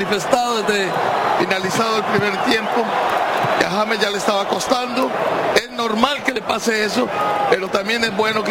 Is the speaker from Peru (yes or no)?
no; Colombia; Yo soy colombiano y lo pongo con C.